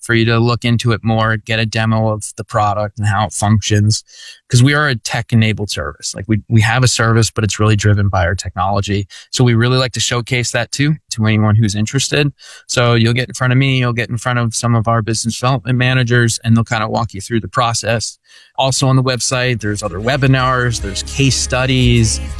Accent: Pennsylvania, United States; now in Dallas, United States; I'm originally from Pennsylvania.

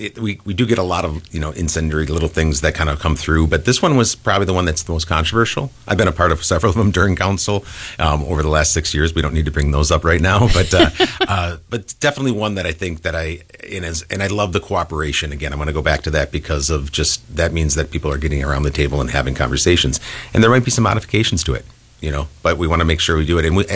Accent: Milwaukee, Wisconsin, United States; I mean, I remember back growing up in Milwaukee, I had a Honda Spree.

